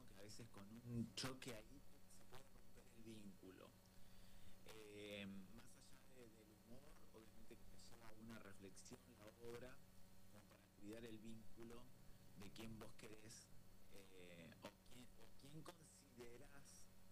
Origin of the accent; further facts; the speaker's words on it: Villa Manzano, Río Negro, Argentina; moved away; mi pueblo, que es Villa Manzano